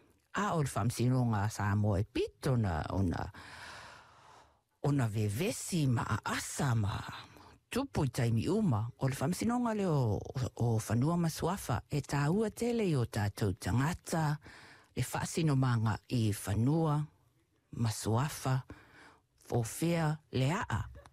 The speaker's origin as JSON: {"language": "English", "country": "Samoa", "tie": "born or raised there", "lives_now": "New Zealand", "said": "When I was growing up in Samoa, she was in Aotearoa, and she'll come and visit."}